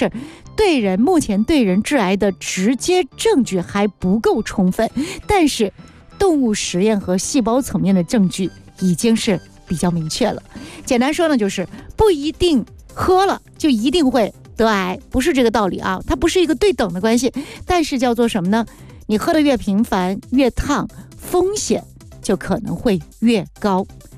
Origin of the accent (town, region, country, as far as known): China